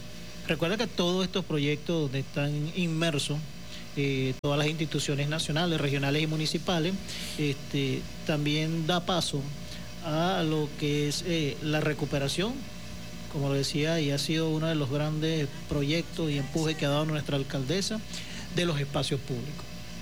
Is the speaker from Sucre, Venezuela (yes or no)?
yes; Carúpano, Sucre, Venezuela; now in Maturín, Venezuela; Yo soy de Sucre, Carúpano, específicamente